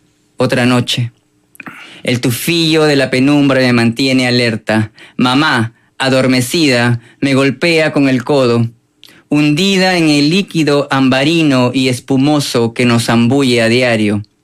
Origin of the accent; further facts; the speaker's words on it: Peru; now in New York, United States; Como peruano, me siento, o sea, me siento muy bien estando en una ciudad tan grande como Nueva York